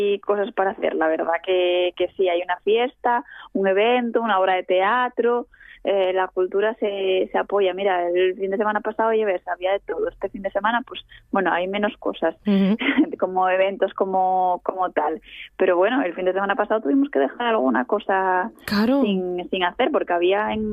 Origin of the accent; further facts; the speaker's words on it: Asturias, Spain; accent: fala; Aunque aquí no hablemos asturiano, falamos fala